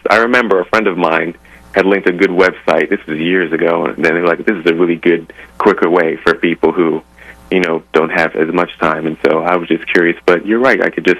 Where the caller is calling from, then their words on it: Albany, New York, United States; Good morning. From Albany.